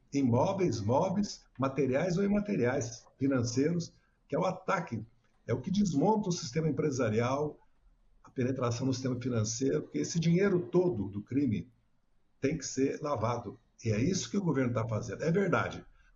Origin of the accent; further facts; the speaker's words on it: Brazil; now in São Paulo, Brazil; nós, que somos brasileiros brasileiros